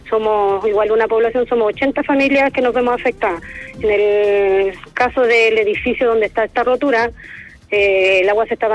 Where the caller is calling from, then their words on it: Santiago, Santiago Metropolitan, Chile; nosotros somos un condominio de Peñalolén, San Luis. Llevamos 13 años viviendo acá